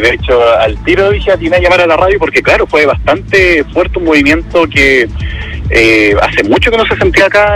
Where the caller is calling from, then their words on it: Talcahuano, Biobío, Chile; te llamo desde Talcahuano